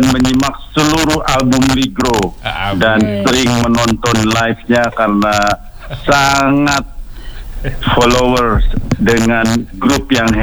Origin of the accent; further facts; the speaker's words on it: Banten, Indonesia; Saya orang Banten, saya bukan orang Jakarta, orang Jakarta.